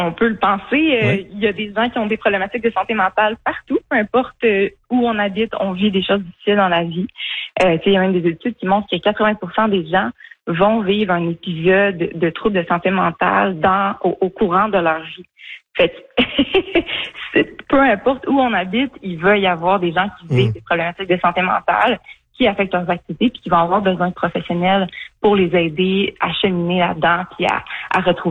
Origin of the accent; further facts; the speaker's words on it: Coaticook, Quebec, Canada; En fait, moi, je suis native de Quaticook. Donc, je suis vraiment née ici. J'ai passé pas mal, toute ma vie ici.